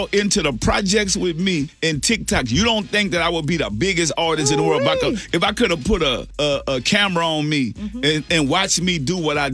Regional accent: New Orleans, Louisiana, United States; man, I'm from New Orleans.

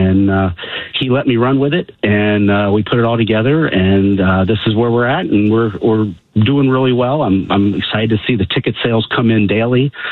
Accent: Ohio, United States; moved away as an adult; now in Chicago area, United States; So I grew up in Ohio, and I came through as a Mason and a Shriner through Ohio, and then moved to the Chicago area in 2016

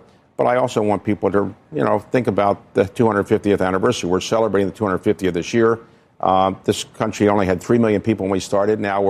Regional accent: Baltimore, Maryland, United States; Well, I grew up in Baltimore

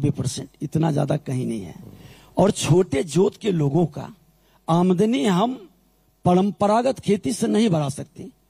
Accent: Bihar, India; मैं बिहारी हूं।

